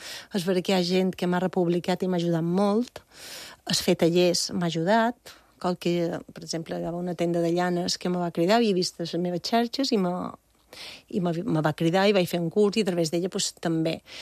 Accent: Bunyola, Balearic Islands, Spain; la Fira de Bunyola, del meu poble

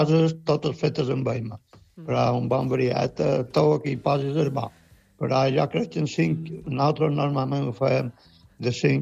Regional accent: Sant Jordi, Balearic Islands, Spain; Som de poble, de Sant Jordi

